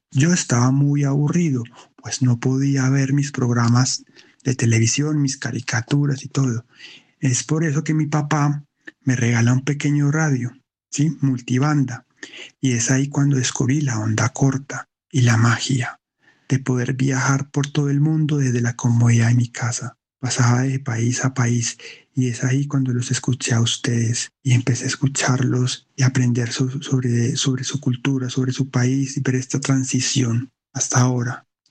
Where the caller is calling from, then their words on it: Marinilla, Antioquia, Colombia; vivo en Marinilla, Colombia, más o menos a una hora de Medellín.